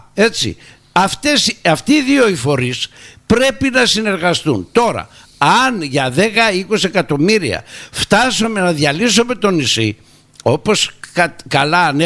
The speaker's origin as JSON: {"language": "Greek", "town": "Rhodes", "region": "South Aegean", "country": "Greece", "said": "Σαν Ροδίτης, ναι, καμαρώνω που έχουμε μία περιφέρεια που πραγματικά έχει αποδείξει ότι έχει κάνει έργο στο νησί"}